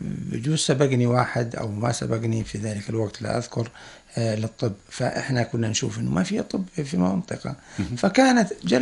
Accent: Ira, Balqa Governorate, Jordan; moved away as an adult; also born or lived in Greece; إحنا بدأنا مدرستنا في ذلك الوقت في قريتنا، في القرية واسمها عيرة في غرب السلط، غرب جنوب السلط

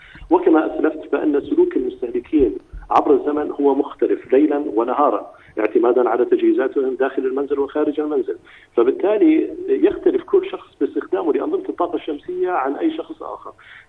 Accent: Jordan; واقعنا اليومي وحياتنا نحن كأردنيين

